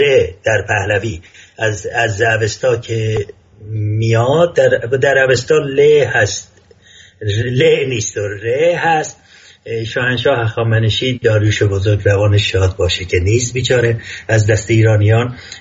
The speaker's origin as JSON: {"language": "Persian", "town": "Ardabil", "region": "Ardabil Province", "country": "Iran", "said": "من که اردبیلی هستم، دیگه چون من یه زبانی در اردبیل گفته میکنم"}